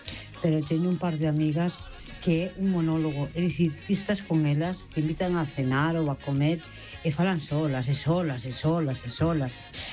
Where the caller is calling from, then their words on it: Oleiros, Galicia, Spain; de Oleiros.